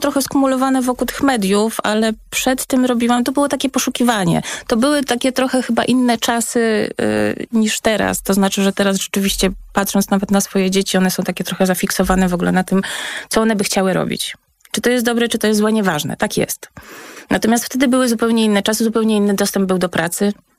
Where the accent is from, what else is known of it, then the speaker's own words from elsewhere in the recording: Świdwin, West Pomeranian Voivodeship, Poland; moved away; also born or lived in Koszalin / Kraków; Z Koszalina, teraz rodzice mieszkają ze Świdwina, jestem ze Świdwina